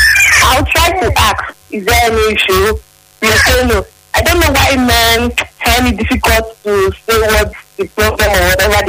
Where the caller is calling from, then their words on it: Benin City, Edo, Nigeria; I'm calling from Idogbo Bypass.